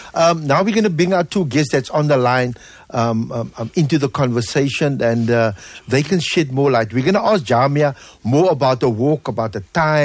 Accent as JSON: {"language": "English", "town": "Cape Town", "region": "Western Cape", "country": "South Africa", "tie": "born or raised there", "said": "I was born in Draper Street, so I know Claremont."}